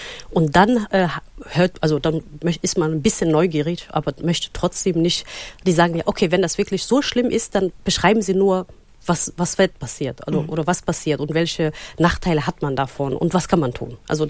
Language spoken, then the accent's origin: German; Somalia; sondern ich war mit 20 in meinem Heimatland, habe meine Großeltern besucht.